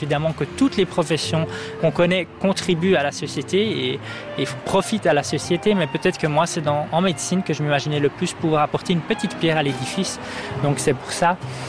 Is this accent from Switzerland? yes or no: yes; Jura, Switzerland; je suis originaire du Jura.